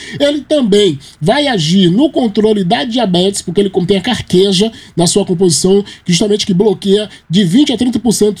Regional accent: Bahia, Brazil; sou da Bahia

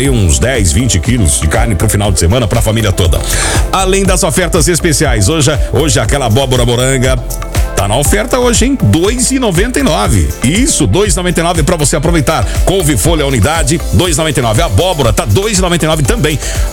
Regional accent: Terra Boa, Paraná, Brazil; born there; moved away; Minha terra natal. Ei, Terra Boa.

